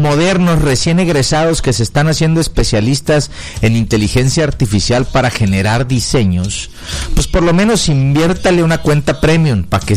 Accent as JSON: {"language": "Spanish", "region": "Cusco", "country": "Peru", "said": "y aparte soy Cusco, pues, pero le voy al Cienciano"}